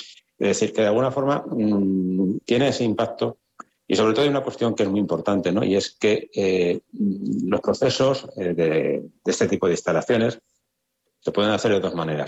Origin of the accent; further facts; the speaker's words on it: Talavera de la Reina, Castilla-La Mancha, Spain; born there; Yo conozco Talavera, he nacido en Talavera, soy de Talavera, vivo en Talavera.